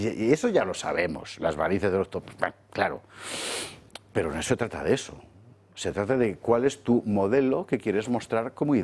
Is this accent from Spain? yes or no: yes; Valencian Community, Spain; Soy valenciano.